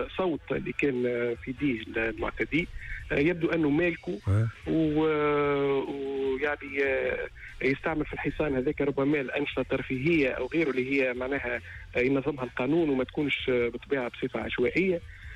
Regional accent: Tunisia

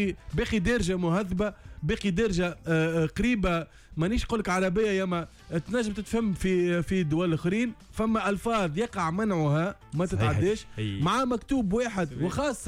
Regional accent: Egypt; أنا مصري وقفت في ذلك في أول آخر وآخر ثمانينات أول التسعينات كهما.

